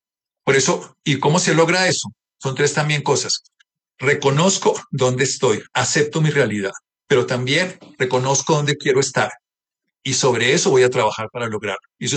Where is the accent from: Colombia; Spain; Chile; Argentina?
Colombia; Pero como colombianos, dejemos las divisiones, dejemos todas las hipótesis que nos separan